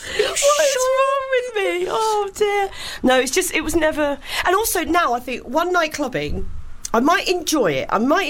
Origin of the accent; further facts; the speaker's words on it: Maidstone, South East England, United Kingdom; I'm from Maidstone